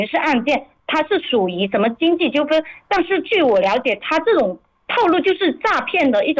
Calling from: Zhanjiang, Guangdong, China; 我是湛江这边的

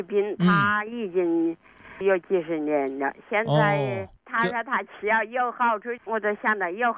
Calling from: Wuhan, Hubei, China; 我是武汉阳原的。

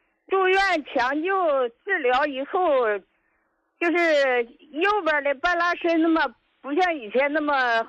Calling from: Heilongjiang, China; 我是黑龙江的。

